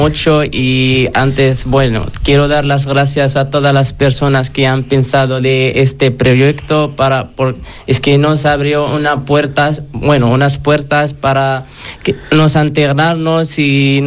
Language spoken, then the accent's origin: Spanish; Morocco; now in Spain; pues soy un chico marroquí